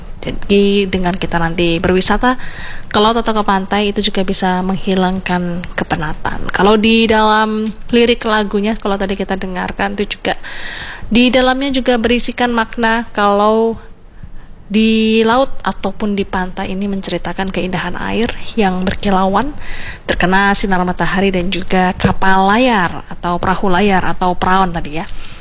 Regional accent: Java, Indonesia; orang Jawa dari kecil sudah terbiasa dengan mendengarkan lagu-lagu dari perahu layar ini

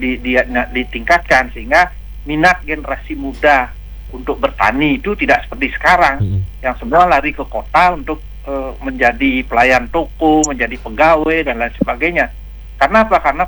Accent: Bali, Indonesia; Saya sendiri warga Badung

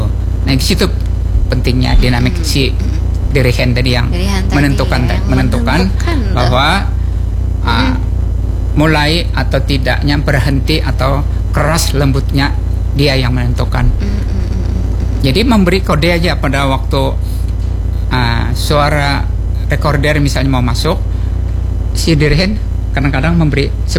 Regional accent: South Kalimantan, Indonesia; ujar kita tuh Banjar tuh telinga ringkingan. Terlalu peka.

